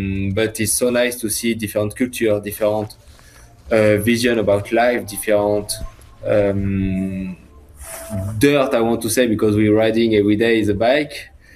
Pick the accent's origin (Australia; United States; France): France; English is a second language; I'm from Europe, from France. And to see this culture is nice.